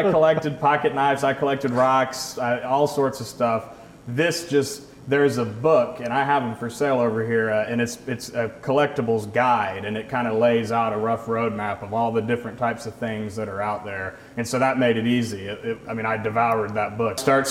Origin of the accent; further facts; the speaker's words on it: Cedartown, Georgia, United States; also born or lived in Rome, Georgia; So I grew up in Cedartown in the Rome area, back and forth pretty much my whole life.